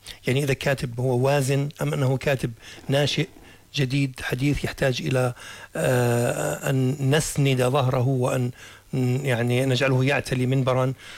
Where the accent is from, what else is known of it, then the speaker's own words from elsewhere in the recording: Jordan; واقع الحياة الثقافية عندنا في الأردن